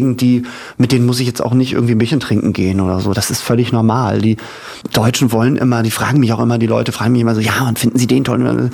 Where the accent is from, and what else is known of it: Hamburg, Germany